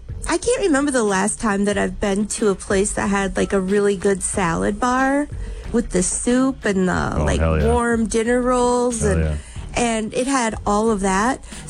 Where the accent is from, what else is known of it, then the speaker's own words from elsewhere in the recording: Durand, Wisconsin, United States; It's called Blues on the Chippewa, and I'm from Durand, and this happens every year, the first weekend in August